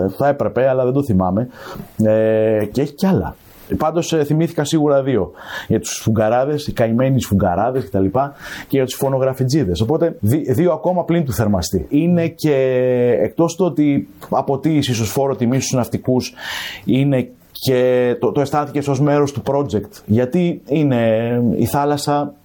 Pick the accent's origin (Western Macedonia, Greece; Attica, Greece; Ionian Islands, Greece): Attica, Greece; Piraeus; σε εμάς που είμαστε από τον Πειραιά και από μικρά παιδιά το είχαμε στη ζωή μας.